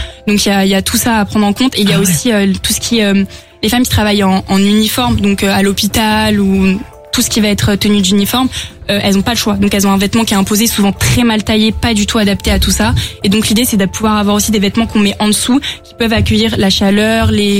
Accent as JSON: {"language": "French", "region": "Île-de-France", "country": "France", "said": "je viens d'Île-de-France, du 91."}